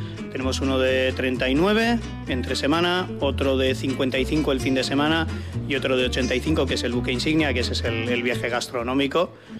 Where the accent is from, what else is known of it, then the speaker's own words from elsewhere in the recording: Basque Country, Spain; Somos vascos